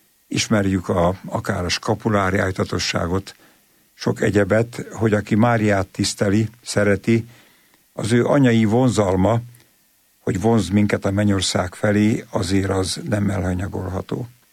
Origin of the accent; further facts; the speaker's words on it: Great Hungarian Plain, Hungary; és én Alföldről származom, ismerem a gyümölcsoltást